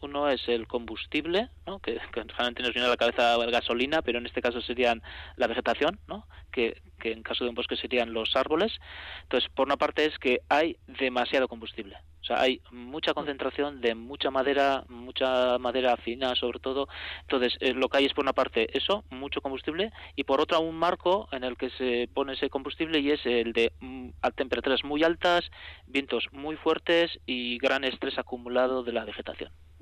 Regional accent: Basque Country, Spain

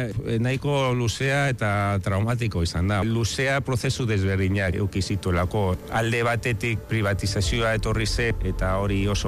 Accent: Barakaldo, Basque Country, Spain; now in Larrabetxu, Spain; Barakaldokoa naiz, azken urteetan Larrabetxun bizi naiz.

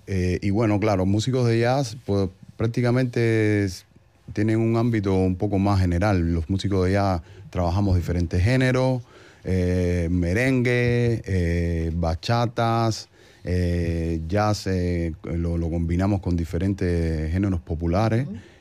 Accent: Cuba; moved away as an adult; also born or lived in New York / Paris; now in Getxo, Spain; como cubano al fin, tengo una carrera de música popular en La Habana

